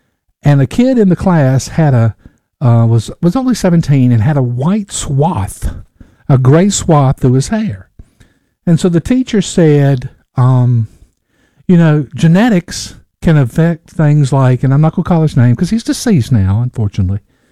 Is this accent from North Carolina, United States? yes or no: yes; North Carolina, United States; born or raised there